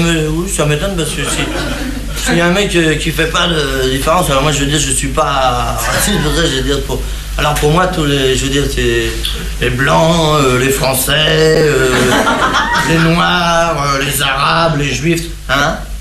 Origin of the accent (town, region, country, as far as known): France